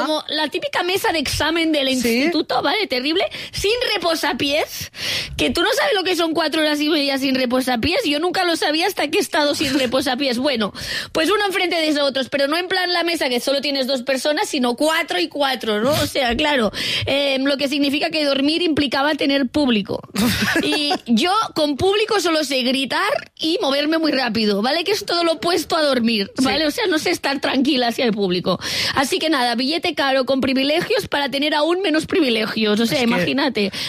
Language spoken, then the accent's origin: Spanish; Catalonia, Spain; Evidentemente, yo pensaba que no podía ser más catalana, pues... Pues ahora soy más catalana aún.